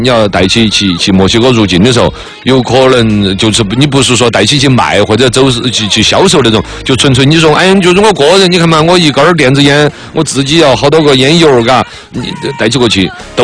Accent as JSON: {"language": "Chinese", "town": "Chengdu", "region": "Sichuan", "country": "China", "said": "这个尤其我们成都人哈，因为成都的自来水水质在全国乃至于全世界绝对是排到 top 的顶尖的"}